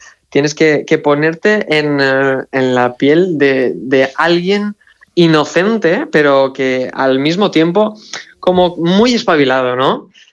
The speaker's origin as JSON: {"language": "Spanish", "town": "Tavernes de la Valldigna", "region": "Valencian Community", "country": "Spain", "tie": "born or raised there", "said": "mi pueblo natal, en Tabernas de la Valldigna, que es un pueblo de Valencia"}